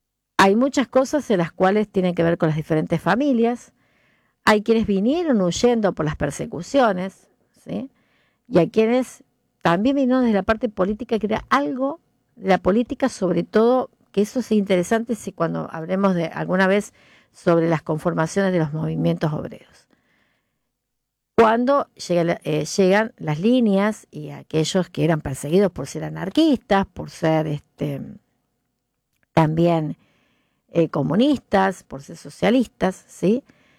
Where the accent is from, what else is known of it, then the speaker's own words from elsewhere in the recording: Argentina; Empezamos a pensar en nación nosotros, que somos argentinos, ¿sí? Que no, tenemos diferentes orígenes